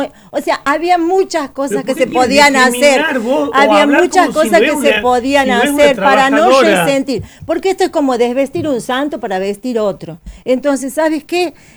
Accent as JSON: {"language": "Spanish", "country": "Argentina", "said": "somos los argentinos"}